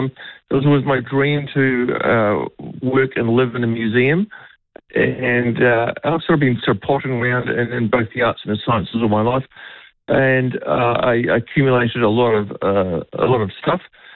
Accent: Dunedin, Otago, New Zealand; also born or lived in Wellington; And I moved back to my hometown, Dunedin, where I could afford to buy a house in the middle of town, which I couldn't do in Wellington.

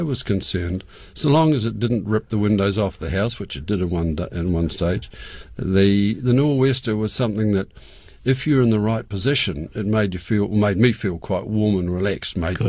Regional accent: Roxburgh, Otago, New Zealand; when I was brought up in Roxburgh, I had the old man range. That was my environmental area.

